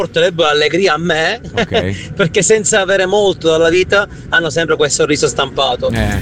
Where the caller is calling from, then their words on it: Mantua, Lombardy, Italy; da Mantova.